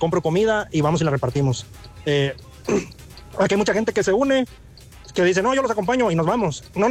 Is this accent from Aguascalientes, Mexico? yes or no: no; Michoacán, Mexico; moved away; Aquí hay mucha gente de Michoacán. Yo soy del estado de Michoacán